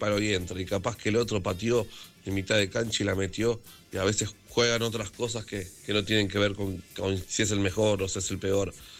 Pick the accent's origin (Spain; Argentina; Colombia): Argentina